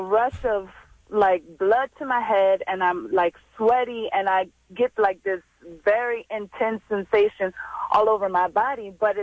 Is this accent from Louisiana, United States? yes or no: yes; Louisiana, United States; I'm from Louisiana.